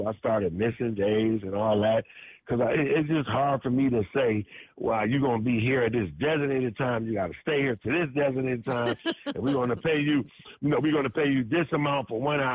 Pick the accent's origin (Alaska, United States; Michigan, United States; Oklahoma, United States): Michigan, United States; Detroit; now in Los Angeles, United States; In Detroit, Michigan. I grew up in Detroit, I'm in Los Angeles now, but yeah, I grew up, you know, when I left home at 14